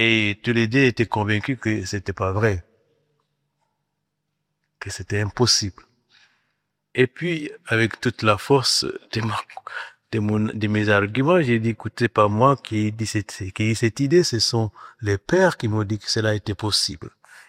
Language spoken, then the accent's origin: French; Guinea; Je suis de Guinée, en Afrique de l'Ouest. Je suis d'une famille chrétienne, une famille composée de trois personnes, papa, maman et moi-même.